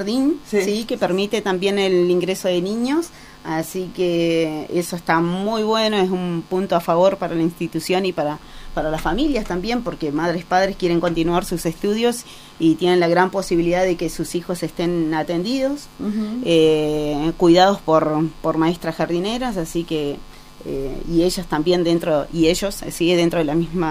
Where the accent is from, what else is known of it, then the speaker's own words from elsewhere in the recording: Ingeniero Jacobacci, Río Negro, Argentina; ¿sí? Soy de Yacobasi, bueno, y hermana de Mario